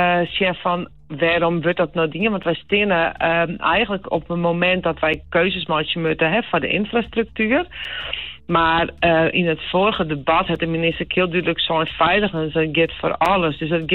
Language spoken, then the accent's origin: Dutch; Friesland, Netherlands; wij komen zelfs bij uit Friesland